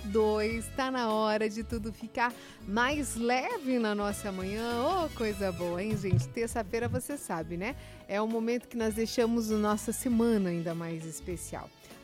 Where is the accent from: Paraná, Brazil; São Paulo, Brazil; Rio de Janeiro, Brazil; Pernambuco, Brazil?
Paraná, Brazil; Inácio Martins; now in Curitiba, Brazil; Eu sou bem, bem do interior mesmo, né? Porque eu sou de uma cidadezinha chamada Inácio Martins. É uma cidade muito pequena, pertinho de Guarapuava, de Irati ali. Eu passei toda a infância lá. Até hoje, lá tem áreas de interior, né? Ainda é uma cidade pequena, ainda tem gente que dá para brincar na rua.